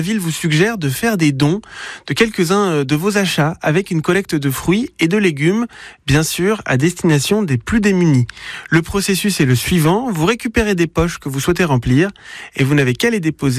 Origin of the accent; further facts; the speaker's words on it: Nouvelle-Aquitaine, France; Cauchemar en cuisine recherche actuellement de nouveaux restaurateurs à aider et ça se passe chez nous en Dordogne.